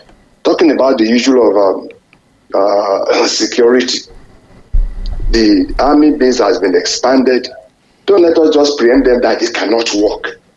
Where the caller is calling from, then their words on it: Ibadan, Oyo, Nigeria; calling from Ibadan.